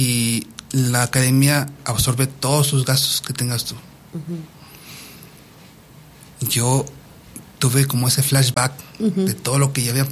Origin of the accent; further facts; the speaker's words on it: Durango, Mexico; moved away as an adult; also born or lived in Sion, Switzerland / Puebla, Mexico; ya es en el año del 2009, cuando yo regreso a Durango. Por cuestiones médicas, ya no me es posible regresar a la ciudad de Puebla después de haber hecho el debut con la orquesta de los niños. Y ya me quedé aquí.